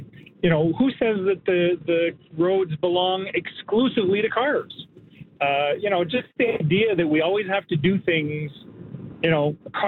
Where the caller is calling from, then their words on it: Quebec, Canada; Well, I'm calling from the Eastern Townships.